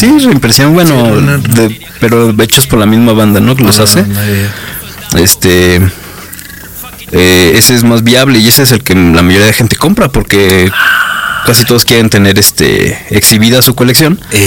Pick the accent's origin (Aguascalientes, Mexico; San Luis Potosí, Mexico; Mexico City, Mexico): Aguascalientes, Mexico; Jesús María; Yo soy de Jesús María, entonces veía mucho graffiti en el norte de Aguascalientes.